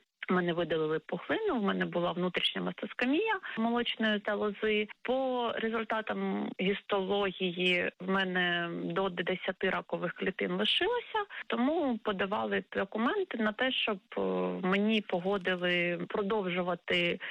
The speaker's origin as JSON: {"language": "Ukrainian", "region": "Kyiv", "country": "Ukraine", "said": "я сама з Києва."}